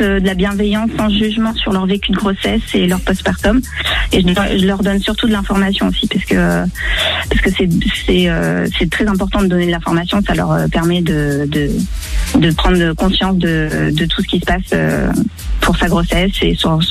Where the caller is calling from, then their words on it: Cuers, Provence-Alpes-Côte d'Azur, France; Je vous appelle de Cuers.